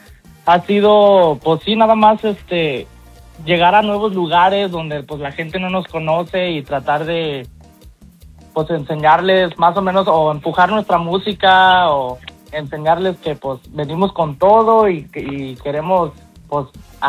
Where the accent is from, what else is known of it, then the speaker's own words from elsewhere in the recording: Columbus, Ohio, United States; Sí, especialmente pues de donde somos de Columbus, Ohio.